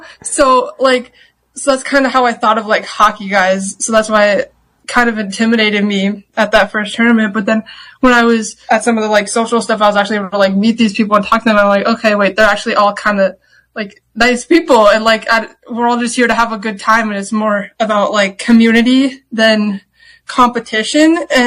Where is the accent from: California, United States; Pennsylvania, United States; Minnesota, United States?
Minnesota, United States; because I knew how to skate a little bit because I grew up in Minnesota.